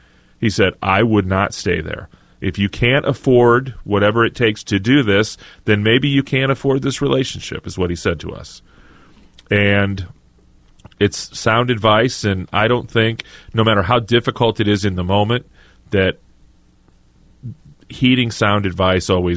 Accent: Joplin, Missouri, United States; And KFSS in my hometown of Joplin, Missouri.

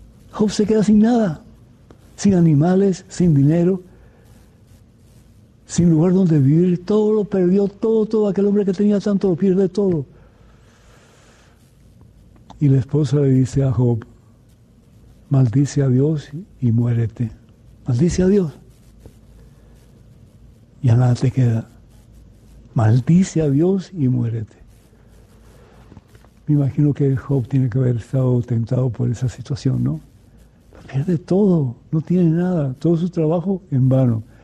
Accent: Cuba; moved away; padres, mi familia, yo somos de Cuba. Y salimos sin un centavo de Cuba.

